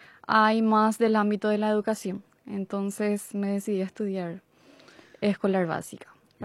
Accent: Horqueta, Concepción, Paraguay; Yo soy norteño.

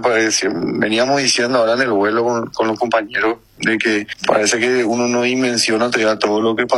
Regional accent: Paraguay

